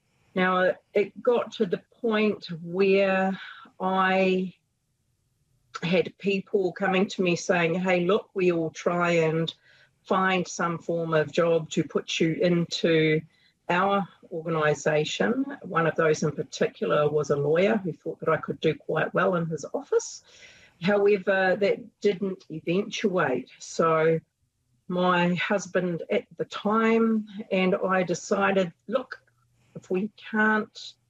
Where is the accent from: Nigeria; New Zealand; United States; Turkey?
New Zealand; Taupō, Waikato; I managed to complete my schooling back at my home high school here in Taupō, and following that I spent a year in the States as an American field scholar, then came back home